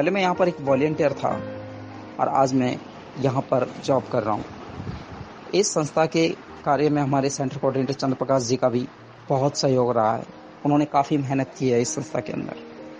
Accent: Gijgarh, Rajasthan, India; मैं राजस्थान के दौसा जिले के सिकराय तहसील के गिजगढ़ गांव का रहने वाला हूँ, जहाँ पर रेड इंडिया का सेंटर है, गिजगढ़ ज्ञान केंद्र के नाम से है।

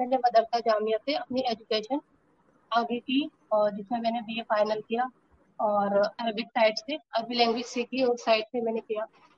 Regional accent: Rampur, Uttar Pradesh, India; और मैं रामपुर शहर के छोटे से मोहल्ले कलकत्त के रहने वाली हूँ।

